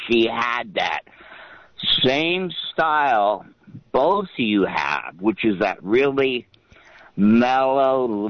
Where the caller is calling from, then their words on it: Santa Cruz, California, United States; Here in Santa Cruz.